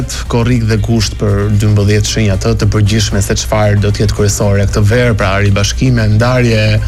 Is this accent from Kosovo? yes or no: no; Lushnjë, Fier County, Albania; now in Tirana, Albania; do zgjidhja fshatin tim në Lushnjë.